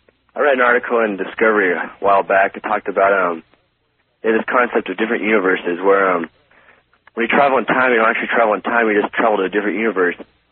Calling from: Kodiak, Alaska, United States; Kodiak, Alaska.

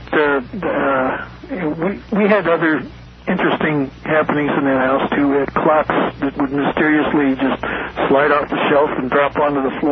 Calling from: Sparks, Nevada, United States; I'm from, I'm in Sparks.

